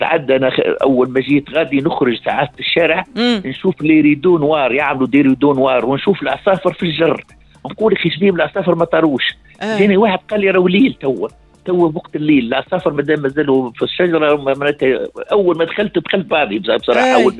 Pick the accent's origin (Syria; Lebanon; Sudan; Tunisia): Tunisia; now in Switzerland; بلادنا تونس يلزمنا نحافظوا عليها، راهو إذا كانت ضيع تونس ضيع الدنيا كلها تضيع، ما عندناش وين نمشوا. حتى هنا راه من الكومبورتمون تاعها ديما يعتبروك أجنبي، ولو تاخذ حتى ديال جنسية ديما راك أجنبي